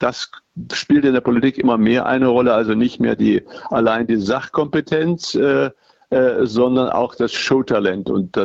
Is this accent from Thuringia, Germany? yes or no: yes; Erfurt, Thuringia, Germany; selbst als Erfurter